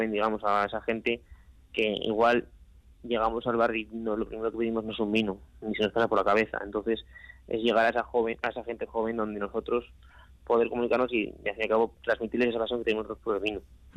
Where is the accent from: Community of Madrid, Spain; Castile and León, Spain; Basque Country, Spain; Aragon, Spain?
Basque Country, Spain; Samaniego; yo soy de Samaniego